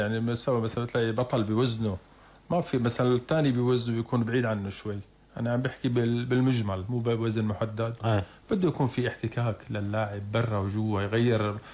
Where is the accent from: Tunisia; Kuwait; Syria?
Syria; عندنا بسوريا